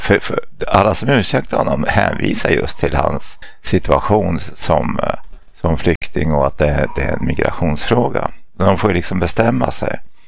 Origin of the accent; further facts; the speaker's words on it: Jönköping County, Sweden; born there; Så att jag är ju liksom född, och står mitt pass att jag kommer från Nävelsjö, Sverige.